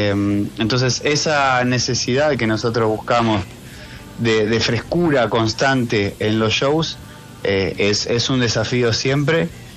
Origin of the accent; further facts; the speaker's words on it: Buenos Aires, Argentina; yo sí soy porteño